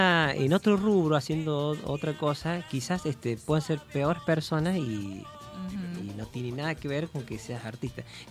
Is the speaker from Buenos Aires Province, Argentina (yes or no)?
no; San Luis, Argentina; born there; also born or lived in Río Cuarto; Tuvimos un tiempito en Río Cuarto. Bueno, yo nací en San Luis. Y mis abuelos estaban acá.